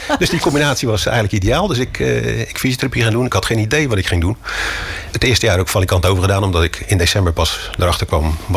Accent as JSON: {"language": "Dutch", "town": "Rozenburg", "region": "South Holland", "country": "Netherlands", "tie": "born or raised there", "also_born_or_lived": "Heusden", "said": "Geboren in Heusden, in Brabant. Daar zijn we, omdat mijn vader bij Verholmen werkte, een scheepsvaartbedrijf, gingen we uit Brabant naar hier naar Rotterdam, naar Rozenburg."}